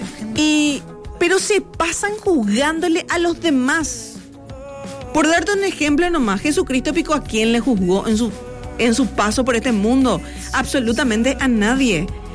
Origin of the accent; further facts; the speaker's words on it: Paraguay; siendo parte de lo que nosotros somos como paraguayos, ¿verdad?